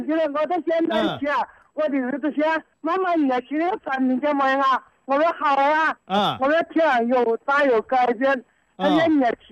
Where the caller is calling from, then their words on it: Henan, China; 我是河南的。